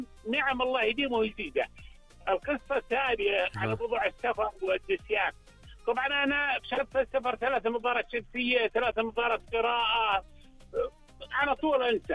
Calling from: Al-Qassim, Saudi Arabia

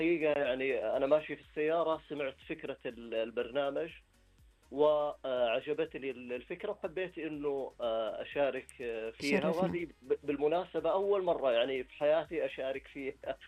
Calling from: Medina, Medina Province, Saudi Arabia; من جامعه الطيبه بالمدينه المنوره

